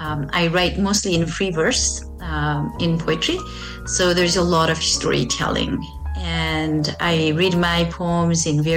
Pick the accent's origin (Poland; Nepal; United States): Nepal; now in St. Albert, Canada; I live and write in St. Albert. I am originally from Nepal. I moved to Canada 15 years ago.